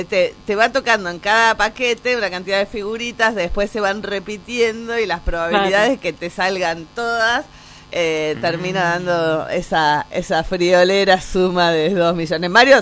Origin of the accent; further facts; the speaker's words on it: Argentina; como cualquier otro argentino de bien